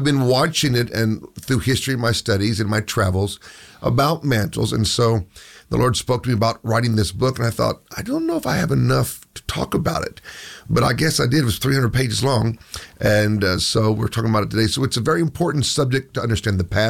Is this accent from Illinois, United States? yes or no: no; Tulsa, Oklahoma, United States; I was born in the Pink Hospital, St. Francis, and grew up here at 61st and Garnett, so this is my hometown.